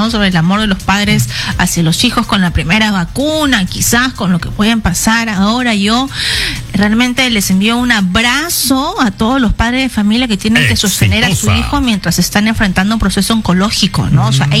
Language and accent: Spanish; Peru; tenemos que buscar la forma de apoyarnos como peruanos